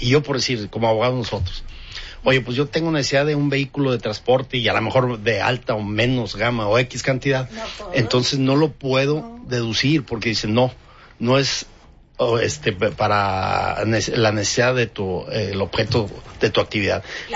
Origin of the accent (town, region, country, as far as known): Mexico